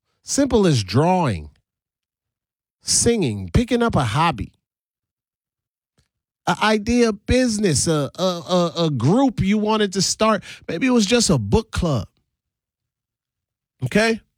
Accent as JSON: {"language": "English", "country": "U.S. Virgin Islands", "moved": "yes", "lives_now": "Milwaukee, United States", "said": "And I'm from St. Thomas, the Virgin Islands."}